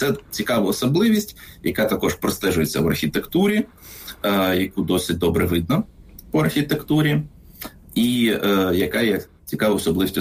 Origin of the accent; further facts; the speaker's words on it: Kyiv, Ukraine; Я з Києва.